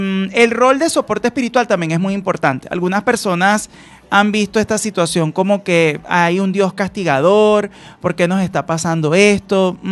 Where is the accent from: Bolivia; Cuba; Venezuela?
Venezuela